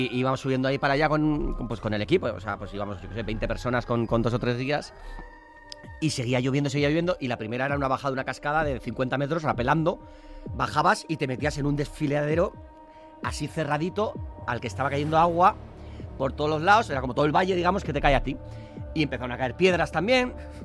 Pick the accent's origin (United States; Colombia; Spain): Spain; San Sebastián, Basque Country